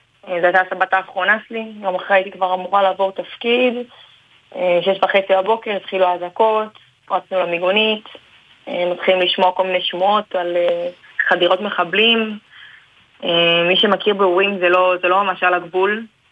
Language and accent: Hebrew; Jerusalem, Jerusalem District, Israel; אני בת 23 מירושלים.